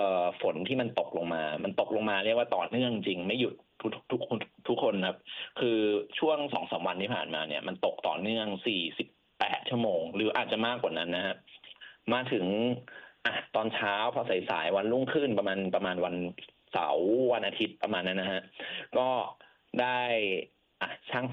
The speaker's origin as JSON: {"language": "Thai", "region": "Bangkok", "country": "Thailand", "tie": "born or raised there", "said": "ต้องบอกว่าเป็นคนกรุงเทพจริงๆเลยเพราะว่าไม่ได้มีบ้านที่ต่างจังหวัดเกิดที่กรุงเทพ"}